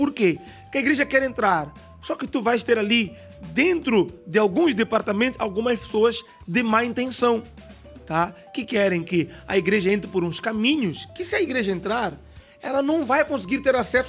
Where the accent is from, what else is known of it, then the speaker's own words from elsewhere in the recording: Mozambique; ah, eu sou de Moçambique, tá africano